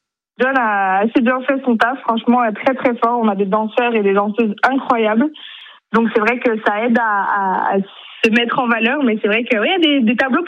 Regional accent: Switzerland; vu que je suis suisse

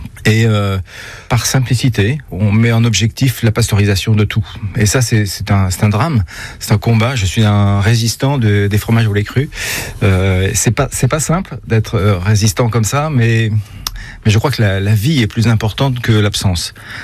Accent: Normandy, France; On se mésestime souvent quand on est Normand.

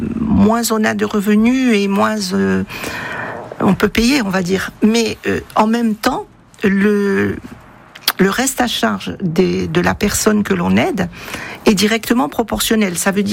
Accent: Corsica, France; Surtout chez nous, en Corse.

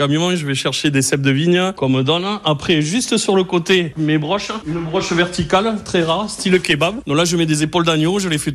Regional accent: Occitanie, France; Mais bien sûr, moi je suis né à Tannay, à la Roussillonnaise, à côté du stade Gibraltar, résiste comme je suis. Donc voilà, bien sûr que je suis catalan quand même.

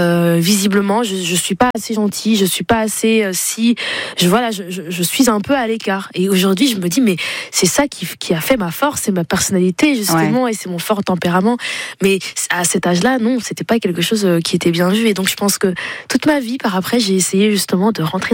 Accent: Flanders, Belgium; plus moi j'ai grandi en Flandre, donc la partie flamande de la Belgique.

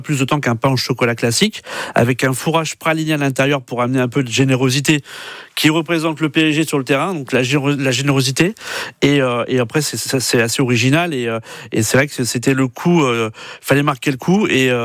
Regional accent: Paris, Île-de-France, France; Et quand on est parisien, et ben on est fier d'afficher ses couleurs.

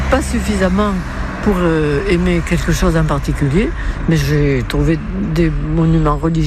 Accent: Nîmes, Occitanie, France

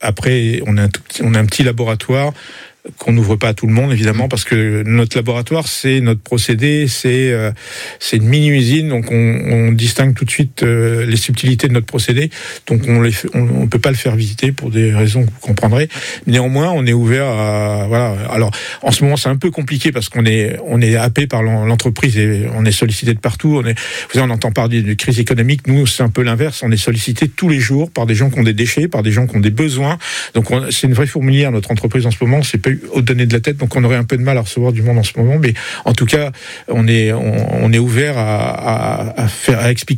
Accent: Joigny, Bourgogne-Franche-Comté, France; born there; moved away; also born or lived in Paris; je suis jovinien, c'est mon parcours personnel, je suis né à Joigny, je suis parti jeune

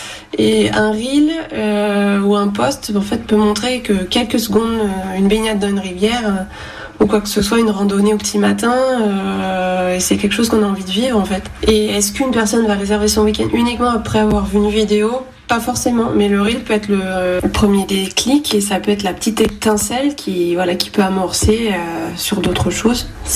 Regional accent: Nouvelle-Aquitaine, France; chez nous en Corrèze

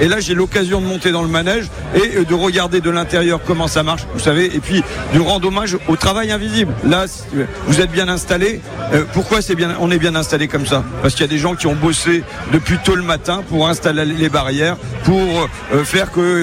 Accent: Hauts-de-France, France; je passais mes étés chez moi, en Picardie.

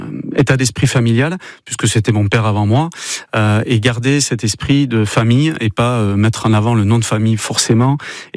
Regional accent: Bidart, Nouvelle-Aquitaine, France; moi, j'ai grandi à Bidart, donc naturellement, il y avait l'océan Atlantique en face.

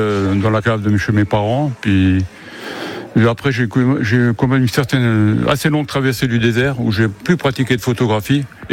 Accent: Creutzwald, Grand Est, France; born there; now in Cuvry, France; je suis né à Creutzwald.

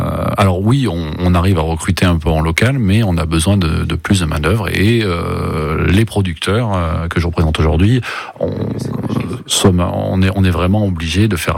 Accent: Nouvelle-Aquitaine, France; moi je suis de Saint-Sandrin à côté de Pompadour

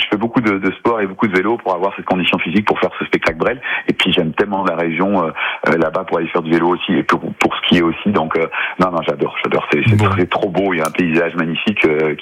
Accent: Schaerbeek, Brussels-Capital Region, Belgium; Donc on a ce côté bruxellois. Donc moi je suis né à Schaerbeek, il est né à Schaerbeek aussi.

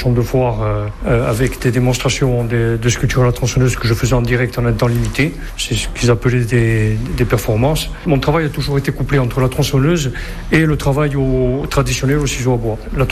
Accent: Lévie, Corsica, France; moved away as an adult; À la base, je suis originaire de Lévis. Ce qui est devenu mon atelier était au départ une maison de famille où ont vécu mes grands-parents. Comme beaucoup de Corses, à 18 ans, je suis parti faire mes études sur le continent

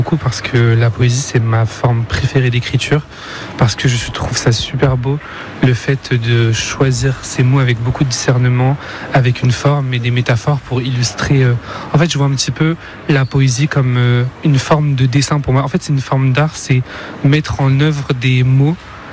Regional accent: Tours, Centre-Val de Loire, France; je viens de Tours

